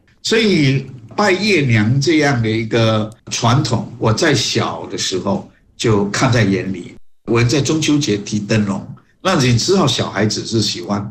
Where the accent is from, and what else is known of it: Malaysia